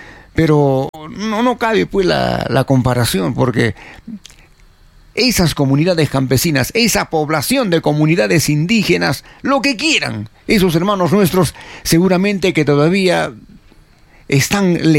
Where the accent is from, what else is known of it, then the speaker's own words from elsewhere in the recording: Peru; nosotros como buenos peruanos